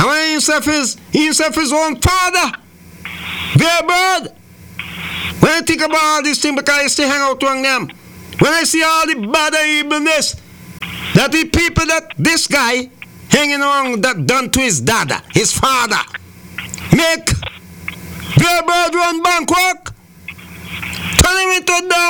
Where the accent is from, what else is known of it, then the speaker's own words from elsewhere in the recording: St. Kitts & Nevis; My hometown, St. Kitts